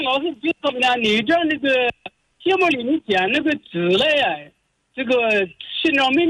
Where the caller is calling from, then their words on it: Jiangsu, China; 我是江苏的。